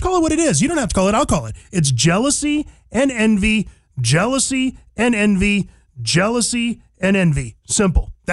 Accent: Fresno, California, United States; I grew up in Fresno, California, for God's sakes.

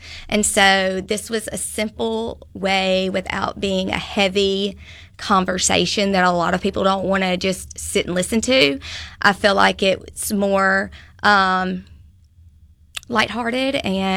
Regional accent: Union, Mississippi, United States; And anyway, I'm originally from Union, Mississippi, and they live all in that down there in that area.

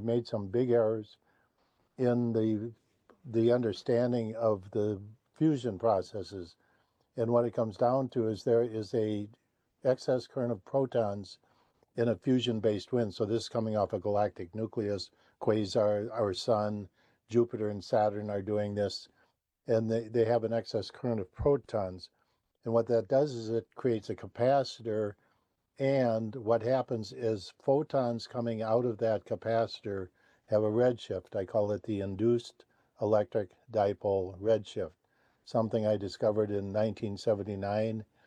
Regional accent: Ireland; And I'm personally a Christian. I'm Irish, you know, grew up a Catholic.

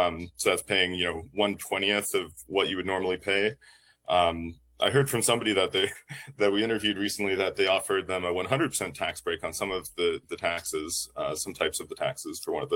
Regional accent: Duluth, Minnesota, United States; born or raised there

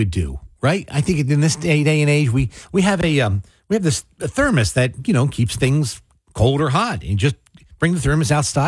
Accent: Mays Landing, New Jersey, United States; moved away; growing up in Maze Landing in the time I did, you know, it was a small town and not much happened. Not much negative things happened in town.

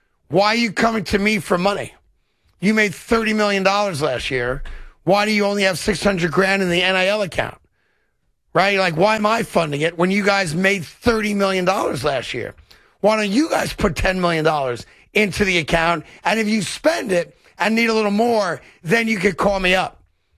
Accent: New York, United States; I'm a Syracuse graduate, but I'm a New Yorker.

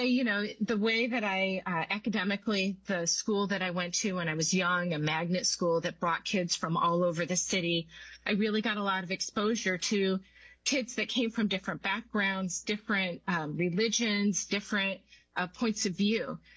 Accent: Grand Rapids, Michigan, United States; I'm from Grand Rapids, Michigan. I am the youngest of three, two older sisters.

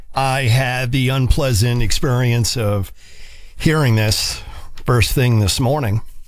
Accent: New York, United States; I'm from New York.

